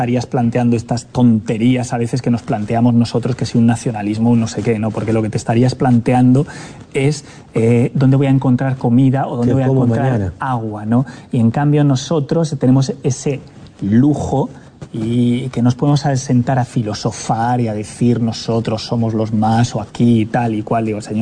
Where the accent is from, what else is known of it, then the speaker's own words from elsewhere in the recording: Bilbao, Basque Country, Spain; now in Montevideo, Uruguay; lo de Bilbao, como te he dicho, yo cuando me presento siempre los de Bilbao decimos, somos de Bilbao. Bien. Es una pequeña ciudad que está rodeada por las montañas, se le llama el Bocho